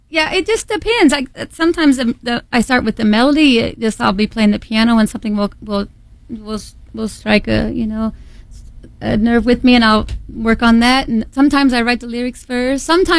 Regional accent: Medina, Ohio, United States; moved away as an adult; now in Cleveland, United States; I grew up in Medina

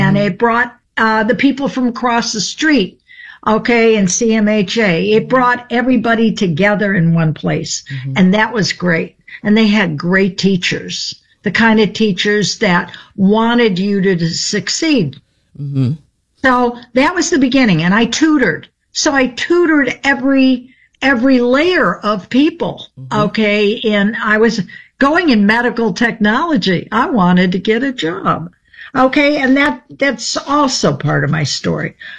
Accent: Lakewood, United States; Lakewood, at the time, I called it a homogenous zone

